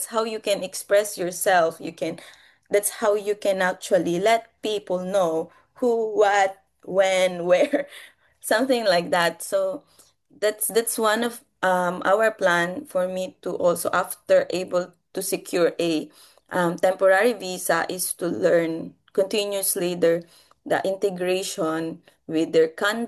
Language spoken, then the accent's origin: English; Philippines; first language Filipino; English is a second language; When I am child, I already learn easily my mother tongue, of course, because it's Filipino. I grow with the Filipino people, like Filipino family who speaks Filipino. And like at this moment, once I move in the Netherlands, I have to learn their language